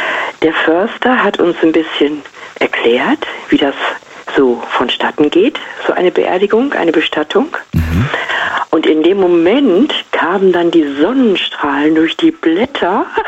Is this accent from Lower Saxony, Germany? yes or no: no; Kalletal, North Rhine-Westphalia, Germany; in der Nähe von Kalletal-Erder. Ich bin also praktisch wieder zurückgegangen, so einen Schritt in meine Heimat und habe mich da sau wohl gefühlt.